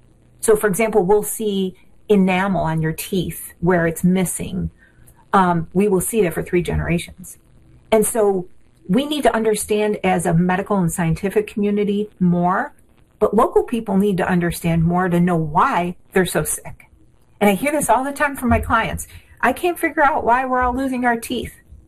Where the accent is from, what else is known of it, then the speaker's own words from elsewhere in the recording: Niagara Falls, New York, United States; I grew up on Cuga Creek.